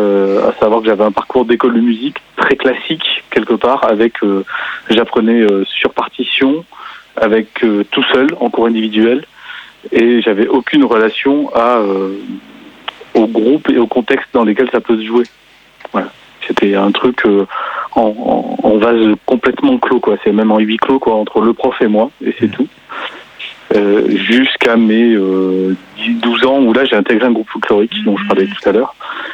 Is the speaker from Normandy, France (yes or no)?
no; Auvergne-Rhône-Alpes, France; Moi, je viens du sud du Cantal. Vraiment extrême sud, au sud d'Aurillac, dans un tout petit village de... Quand j'étais petit, il y avait 250 habitants dans le village. J'ai vécu, donc je suis né en 84